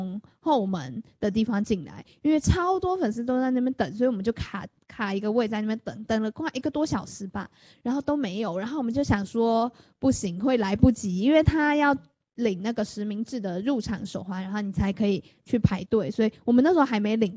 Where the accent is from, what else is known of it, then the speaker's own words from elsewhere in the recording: Tamsui, New Taipei, Taiwan; 但是我的家是在淡水